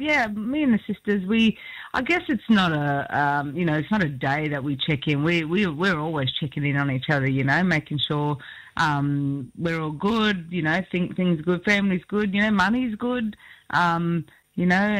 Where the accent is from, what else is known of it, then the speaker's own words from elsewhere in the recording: Darwin, Northern Territory, Australia; now in Brisbane, Australia; born on the lands of the Larrakia Nation, as you know, and, yeah, now residing here for the last nearly 15 years in Brisbane, Meanjin.